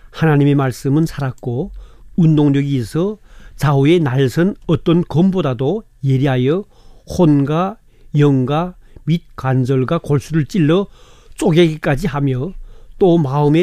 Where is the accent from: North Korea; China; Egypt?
North Korea; now in South Korea; 우리 탈북자분들이